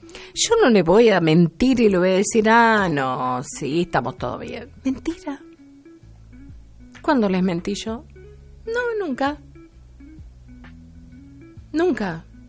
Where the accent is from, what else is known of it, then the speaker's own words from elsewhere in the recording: Argentina; estoy en mi Argentina, y soy argentina y amo la Argentina, la amo.